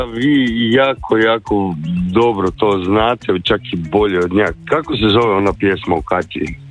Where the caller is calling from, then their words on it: Zagreb, City of Zagreb, Croatia; ja sam bio iz Zagreba